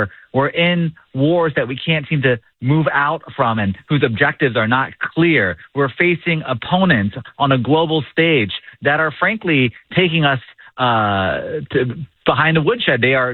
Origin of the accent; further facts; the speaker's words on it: New York, United States; And as a New Yorker